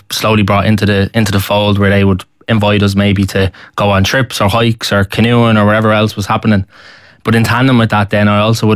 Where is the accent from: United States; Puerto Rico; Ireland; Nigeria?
Ireland; Dublin, Leinster; I grew up in Talla. My man and I are both Talla heads, and we grew up kind of in an area just kind of West Talla, just on the periphery of Jobstown.